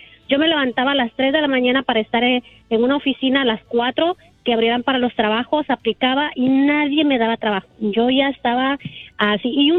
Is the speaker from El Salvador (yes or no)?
yes; Puerto de La Libertad, La Libertad, El Salvador; soy originaria de El Salvador, Puerto de la Libertad